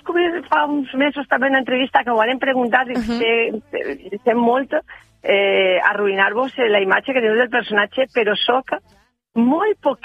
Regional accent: Albal, Valencian Community, Spain; Com ja sabeu, jo soc d'Albal, de l'Horta Sud de València, i bueno, pues és una paraula que allí no gastem.

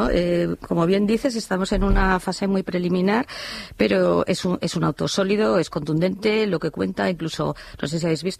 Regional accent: Spain; Yo, como española y con independencia de la simpatía política de cada uno

